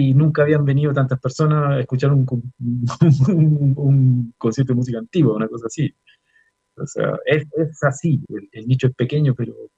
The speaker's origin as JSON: {"language": "Spanish", "town": "Chuquicamata", "region": "Antofagasta", "country": "Chile", "tie": "born or raised there", "said": "para mí era importante no solamente el hecho de volver a mi tierra, yo nací en Chuquicamata, a hacer música con mi gente, con mi pueblo"}